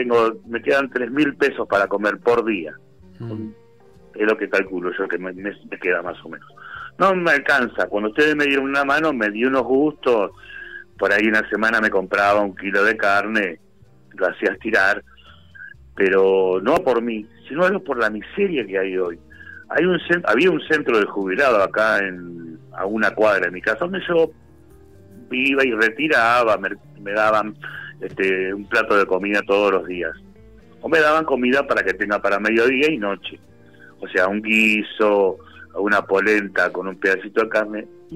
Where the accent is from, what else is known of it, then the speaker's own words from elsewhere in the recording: La Matanza, Buenos Aires Province, Argentina; yo soy bonaerense, soy de La Matanza